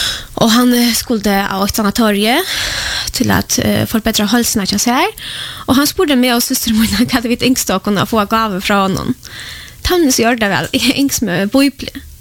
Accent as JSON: {"language": "Swedish", "country": "Poland", "tie": "born or raised there", "second_language": "Swedish", "lives_now": "Sweden", "said": "Jag är född och uppvuxen i Polen."}